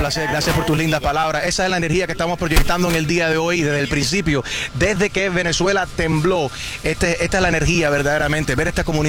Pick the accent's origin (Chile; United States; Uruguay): United States; Florida; Somos del sur de la Florida, estamos acostumbrados a estos desastres naturales cuando se trata de huracanes.